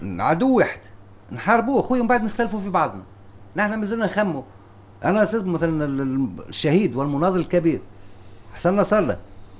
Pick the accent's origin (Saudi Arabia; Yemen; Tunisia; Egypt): Tunisia; وبالنسبة لي أنا تونس أعز بلاد في العالم